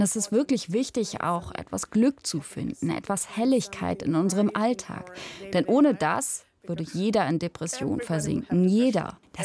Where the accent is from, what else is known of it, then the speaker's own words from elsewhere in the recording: Ukraine; German is a second language; now in Monheim, Germany; Denn ich bin hier in Deutschland seit 3 Jahren und in Monheim seit fast 2 Jahren. Ich habe eine wirklich großartige Wohnung. Also für den Moment fühlt es sich an wie mein Zuhause, mein zweites Zuhause. Meine Priorität ist natürlich die Ukraine.